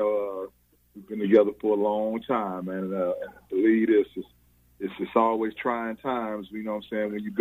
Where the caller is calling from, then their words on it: Phoenix, Arizona, United States; I'm actually in Phoenix, Arizona right now.